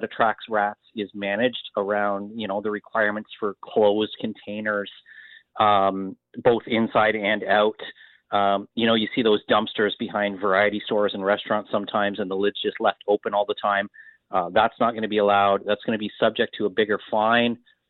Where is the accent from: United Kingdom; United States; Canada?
Canada; Wallaceburg, Ontario; and I grew up in Wallaceburg down, you know, further towards the St. Clair River.